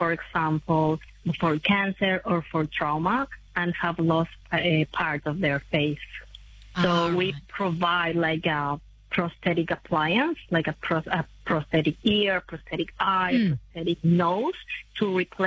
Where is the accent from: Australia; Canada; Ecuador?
Ecuador; English is a second language; I am originally from Ecuador, I found maxillofacial prosthetics specialty, like for dentists in Mexico.